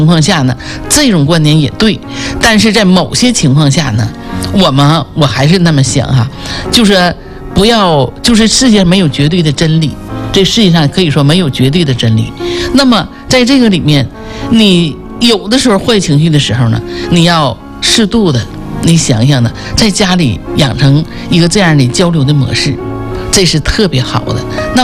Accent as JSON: {"language": "Chinese", "region": "Northeast China", "country": "China", "said": "就我们东北人话叫五马长枪的"}